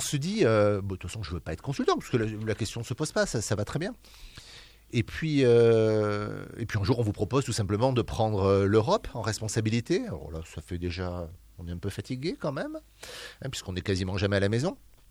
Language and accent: French; Pau, Nouvelle-Aquitaine, France; born there; also born or lived in England; il commence il y a 56 ans, donc à Pau